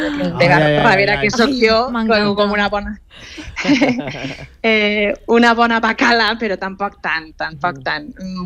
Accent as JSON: {"language": "Catalan", "town": "Pedreguer", "region": "Valencian Community", "country": "Spain", "said": "El meu poble em refereix que al poble valencià, no només a Pedreguer."}